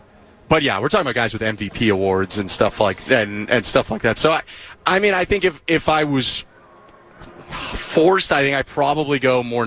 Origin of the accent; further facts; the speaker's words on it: Toronto, Ontario, Canada; I grew up in the suburbs, just north of Toronto.